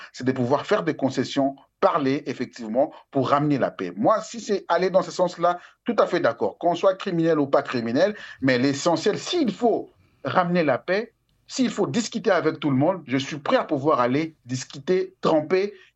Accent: Sankuru, DR Congo; Moi qui vous parle, je suis un Congolais. Je suis une partie du Sankuru et une partie de l'Est du pays. Je suis de là et de l'autre côté un peu Swahili.

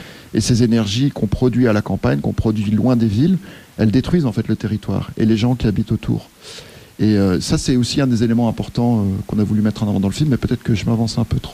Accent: Charleroi, Wallonia, Belgium; Moi, je viens de Charleroi.

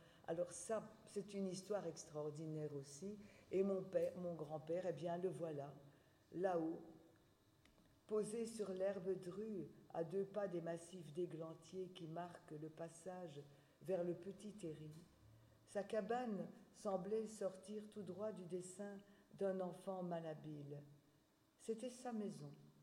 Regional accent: Wallonia, Belgium; puisque je suis du Borinage, donc je suis née là, j'y habite depuis, vous aussi, depuis mon enfance, depuis ma naissance.

